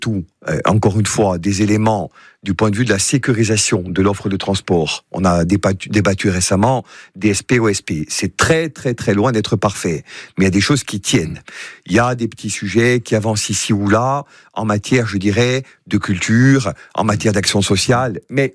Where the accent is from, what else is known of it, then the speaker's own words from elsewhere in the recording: Corsica, France; et tout simplement en tant que Corse